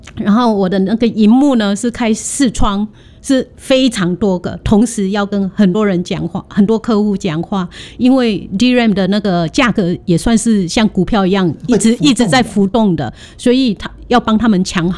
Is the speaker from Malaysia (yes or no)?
no; India; first language Hakka; Chinese is a second language; moved away as an adult; now in Taiwan; 家里讲客家话，在外面市场讲印度话